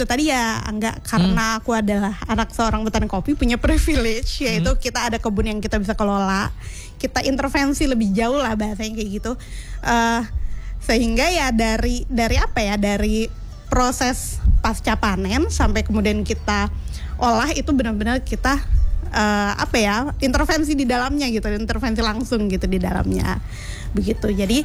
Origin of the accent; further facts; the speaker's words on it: Lampung, Indonesia; aku sama kakakku gitu, dalam hal ini yang sama-sama kita anak Lampung Barat